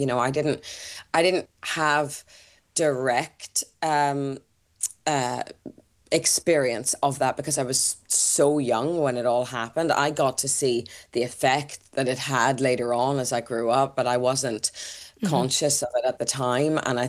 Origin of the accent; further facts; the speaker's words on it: Belfast, Northern Ireland, United Kingdom; moved away; around where I grew up near the Belfast Castle